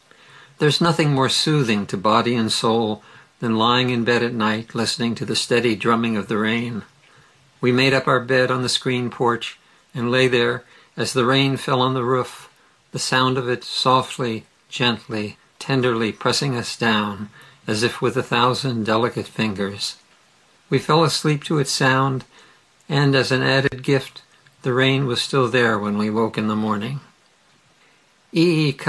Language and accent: English; Mid-Ohio Valley, United States; I grew up in the Mid-Ohio Valley